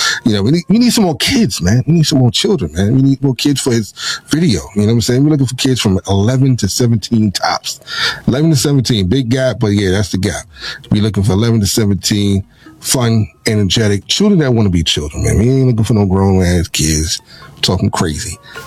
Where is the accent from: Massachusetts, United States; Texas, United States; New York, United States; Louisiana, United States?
New York, United States; New York City; I'm from Harlem